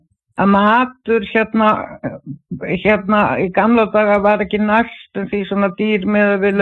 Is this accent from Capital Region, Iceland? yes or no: yes; Kópavogur, Capital Region, Iceland; þegar ég var svona krakki, ég var alveg upp í Kópavoginum